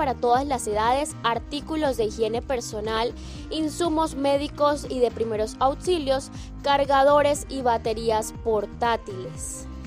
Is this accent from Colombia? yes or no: yes; Colombia; como colombianos nosotros nos hemos destacado por ser muy calurosos, muy solidarios, muy amables y muy fraternos